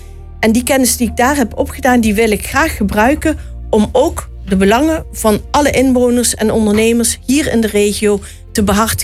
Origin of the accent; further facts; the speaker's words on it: Uden, North Brabant, Netherlands; also born or lived in Limburg / Twente; now in Maarheeze, Netherlands; Ik woon met veel plezier sinds ruim 6 jaar in Marhezen. Daar ben ik neergestreken nadat ik toch wel redelijk door het land getrokken ben. Geboren in Limburg, opgegroeid in Uden, gestudeerd in Twente.